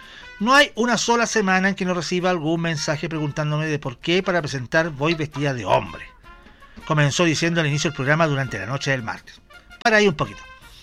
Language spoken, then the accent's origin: Spanish; Chile